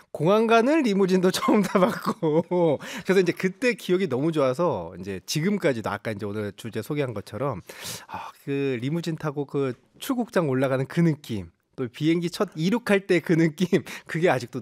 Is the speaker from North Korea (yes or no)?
no; Seongnam, Gyeonggi Province, South Korea; also born or lived in Seoul; 그 이제 저 성남 출신이거든요. 경기도